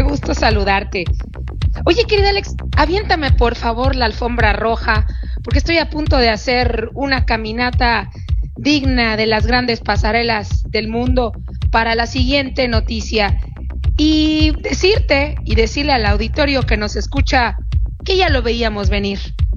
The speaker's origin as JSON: {"language": "Spanish", "country": "Mexico", "said": "avalo como mexicana"}